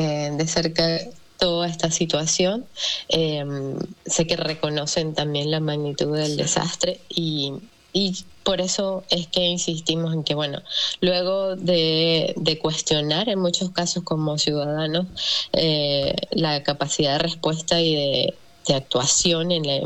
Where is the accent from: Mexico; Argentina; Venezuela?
Venezuela; Entonces, lo que esperamos como venezolanos, como ciudadanos, es que la ayuda llegue a quien tenga que llegar